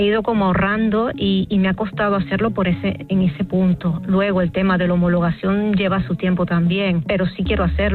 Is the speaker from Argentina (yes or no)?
no; Venezuela; moved away as an adult; now in Barcelona, Spain; Soy de Venezuela, llegué hace aproximadamente unos 4 o 5 años a Barcelona.